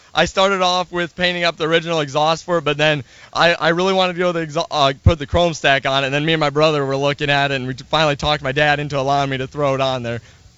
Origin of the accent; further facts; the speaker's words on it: Luzerne, Iowa, United States; I'm over by Luzerne, Iowa.